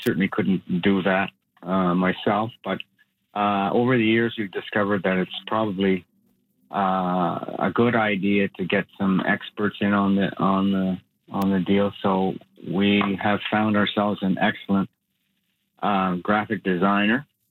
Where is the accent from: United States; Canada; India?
Canada; Quebec City, Quebec; I've always been a Montreal Canadiens fan. I grew up in Quebec City.